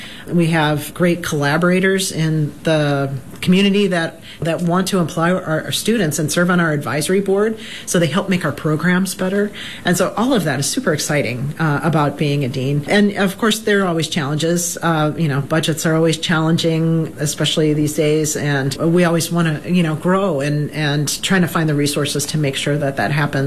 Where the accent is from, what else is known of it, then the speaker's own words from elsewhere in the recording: Illinois, United States; now in Wisconsin, United States; now I know I'm from Illinois, I hope people don't hold that against me